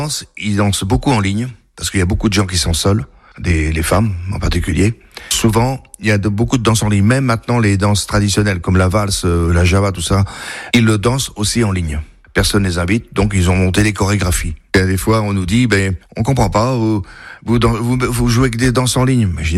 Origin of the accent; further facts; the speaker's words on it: Pays de la Loire, France; born there; Ah, je suis né dans le Choletais. Ça fait 7 ans que nous sommes dans les Deux-Sèvres.